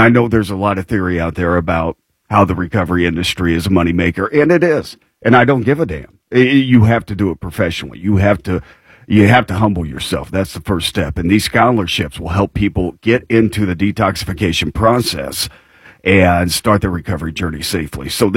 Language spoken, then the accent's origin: English; Rochester, Indiana, United States; Rochester, Indiana. Yeah, went to high school there. I was a Rochester Zebra.